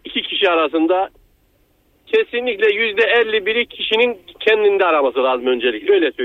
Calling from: Istanbul, Turkey; ben İstanbul'dan arıyorum.

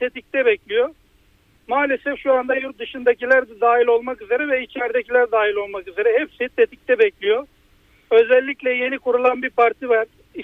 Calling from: Istanbul, Turkey; İstanbul'dan arıyoruz tabii ki, her zamanki gibi.

